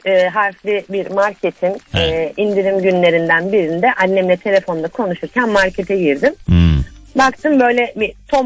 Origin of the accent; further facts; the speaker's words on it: Kars, Turkey; Karslıyım bu arada. Daha önce de aramıştım ama.